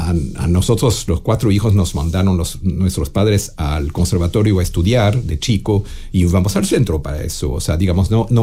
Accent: Plan-les-Ouates, Geneva, Switzerland; now in Chile; en el pueblo en el cual tenía la casa paterna, en Plan-les-Ouates.

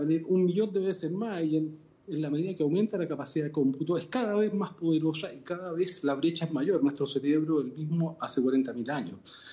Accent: Chile

